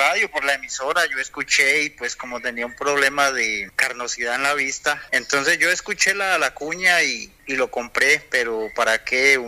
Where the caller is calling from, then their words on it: Cajibío, Cauca, Colombia; De Cajibío.